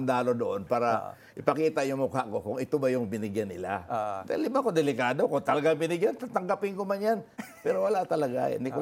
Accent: Soccsksargen, Philippines; born there; accent: Bisaya; also born or lived in Cebu; now in Palawan, Philippines; Originally, hindi talaga ako taga-Palawan. Pinanganak ako sa Northern Cotabato.

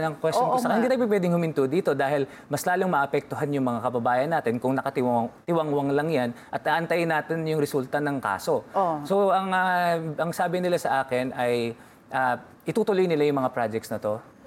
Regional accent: Marilao, Central Luzon, Philippines; Even sa amin sa Marilao, sa Maykawayan, ang tubig nang gagaling sa upstream.

